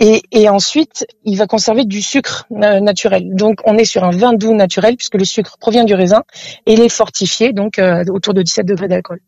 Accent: Rhône Valley, France; parce que j'ai une culture de vin sec, parce que je suis originaire de la vallée du Rhône.

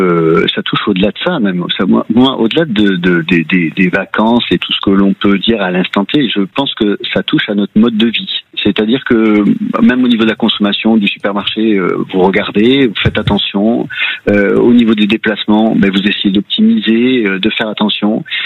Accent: France; en tant que Français

